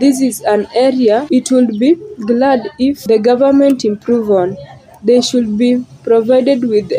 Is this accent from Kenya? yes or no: yes; Siaya, Siaya County, Kenya; I am from Awelo Estate in Siaya Town.